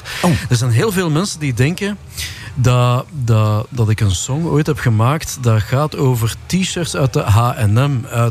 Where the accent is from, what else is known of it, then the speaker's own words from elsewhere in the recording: Brussels, Brussels-Capital Region, Belgium; born there; also born or lived in Wilrijk, Antwerp; Want ik ben eigenlijk oorspronkelijk van Brussel.